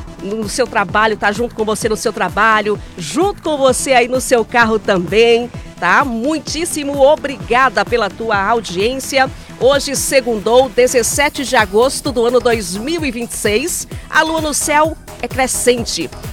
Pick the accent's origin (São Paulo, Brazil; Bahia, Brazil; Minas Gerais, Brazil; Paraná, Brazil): Bahia, Brazil; Carinhanha; da nossa cidade, dessa cidade que eu amo, né, minha terra natal, amo! Pensa na pessoa que ama Carinhanha, sou eu